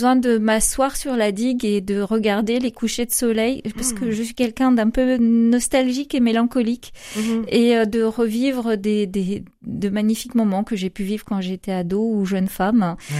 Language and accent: French; Saint-Malo, Brittany, France; born there; also born or lived in Mayenne; Je suis née en Mayenne, où j'ai passé une partie de mon enfance parce que mes parents, mon père travaillait là-bas. Ouais. Mais nos souches sont plutôt à Saint-Malo. Et après, grande enfant, je suis arrivée à Saint-Malo. On est revenu sur nos terres avec mes parents. Et voilà, j'ai fini de grandir à Saint-Malo